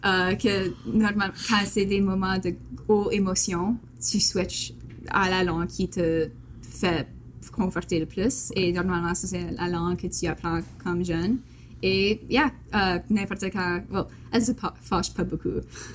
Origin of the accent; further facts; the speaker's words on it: Saint-Adolphe, Manitoba, Canada; first language French; J'ai grandi à Saint-Adolphe. Il y a une école là, mais je suis allée à Gabriel Roy pour ma pré-maternelle, à Noël Richot et comme l'étoupée pour mon éducation.